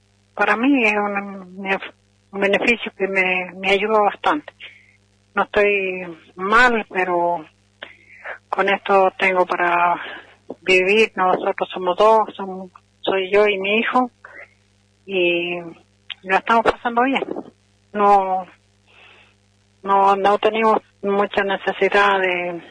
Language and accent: Spanish; Río Grande, Argentina; now in Malargüe, Argentina; Yo era de Río Grande, pero ahora ya hace años que vivo acá en Malargüe.